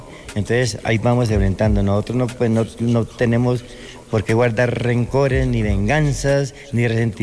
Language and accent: Spanish; Colombia; Y nosotros también somos colombianos.